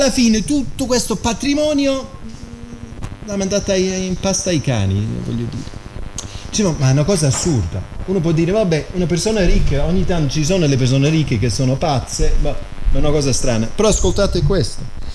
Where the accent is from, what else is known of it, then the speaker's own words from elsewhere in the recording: Scotland, United Kingdom; Italian is a second language; moved away as an adult; now in Italy; io sono scozzese